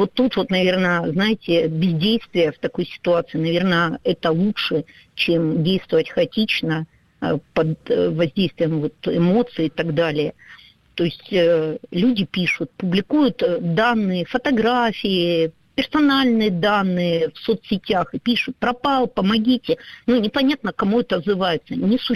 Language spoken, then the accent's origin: Russian; Donetsk, Donetsk Oblast, Ukraine; Ну, потому что, наверное, вот, кроме того, я еще из Донецка и очень часто сталкиваюсь с тем, что мне в соцсетях пишут знакомые, апеллируя к тому, что я журналист.